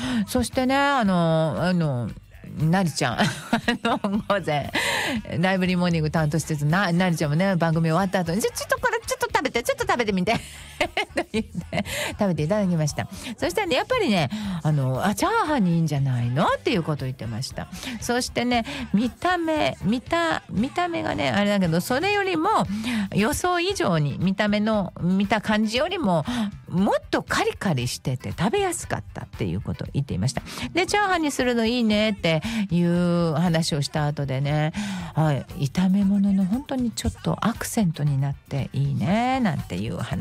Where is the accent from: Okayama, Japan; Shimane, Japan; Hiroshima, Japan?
Hiroshima, Japan; 私はですね、広島県広島市で育ちました。小学校 1,2 年生とね、5、6年生を広島市で過ごしておりました、